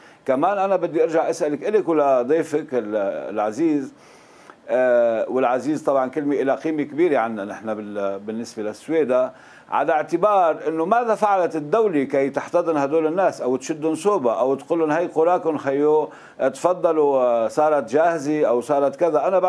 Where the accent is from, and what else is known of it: As-Suwayda Governorate, Syria